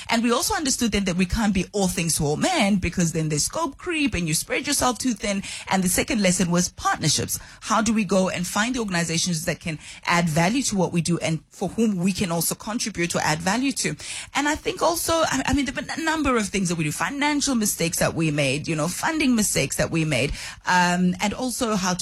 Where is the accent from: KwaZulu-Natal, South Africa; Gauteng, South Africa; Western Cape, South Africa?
Gauteng, South Africa; Soweto; I grew up at Dobsonville in Soweto, and privilege allowed me to go to schools in your suburb areas like Constantia, Kloof, Allen's Neck.